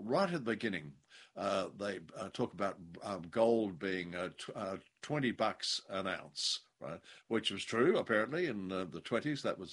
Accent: Western Australia, Australia; Kalgoorlie, where the gold fields are in my home state of Western Australia.

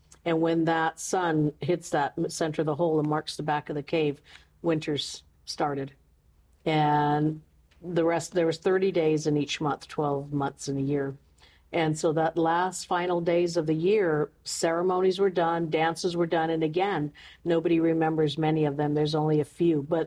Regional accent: Meiners Oaks, California, United States; we grew up in the River Bottom and Miners Oaks, and there's 7 of us. I'm the youngest.

